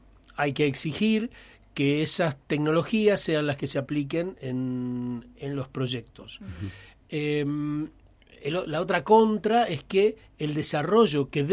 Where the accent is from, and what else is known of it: Argentina